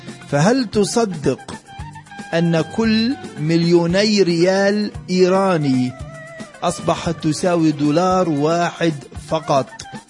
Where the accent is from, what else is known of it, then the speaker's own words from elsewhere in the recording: Palestine; أمور كثيرة بتتعلق بواقعنا كفلسطينيين